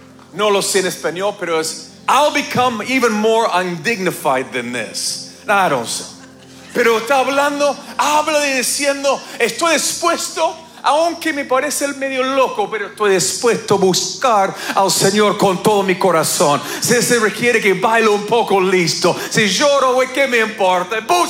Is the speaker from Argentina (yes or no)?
yes; Argentina; Digo ganamos porque también soy argentino